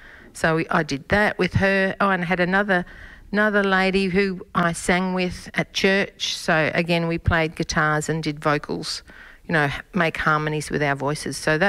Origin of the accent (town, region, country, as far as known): Queensland, Australia; born or raised there; moved away; also born or lived in Tanunda